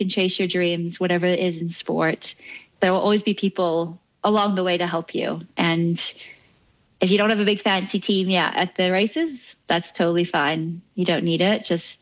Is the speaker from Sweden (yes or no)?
no; Bermuda; I mean, I was just growing up in Bermuda. I loved sports and I loved to swim, bike and run.